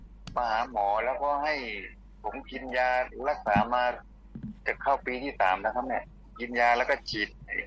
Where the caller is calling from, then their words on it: Si Racha, Chonburi, Thailand; ผมโทรมาจากชลบุรีครับ